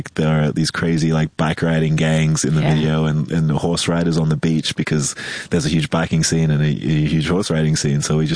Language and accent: English; Ghana; moved away; So it was my first time going back to my home country as an adult and, you know, seeing it with fresh eyes outside of the supervision of my parents. Mm-hmm. And it was, yeah, it was a beautiful experience. Meeting other Ghanaian creatives my age